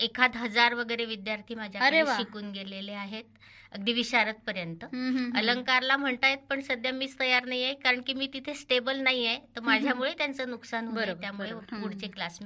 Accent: Buldhana, Maharashtra, India; मी मूळची बुलढाण्याची.

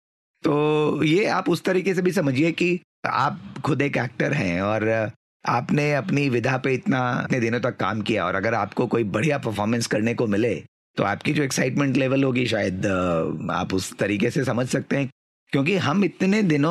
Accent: Muzaffarpur, Bihar, India; now in Nashik, India; नहीं, मैं वैसे तो बिहार से हूं, और अभी मैं नासिक में करीब 8-10 साल से हमारा बेस नासिक में ही है, तो आप अभी मुझे नासिक का भी कह सकते हैं, लेकिन मेरा जन्म बिहार के एक शहर मुजफ्फरपुर में हुआ, और शुरुआती की पढ़ाई मैंने वहीं करी

